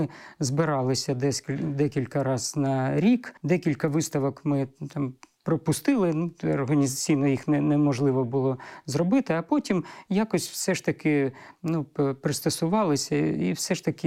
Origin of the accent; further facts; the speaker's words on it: Donetsk, Donetsk Oblast, Ukraine; Я постійний мешканець Донецька, корінний донеччанин, в 5-му поколінні. Народився в родині лікаря і сам працював все життя лікарем.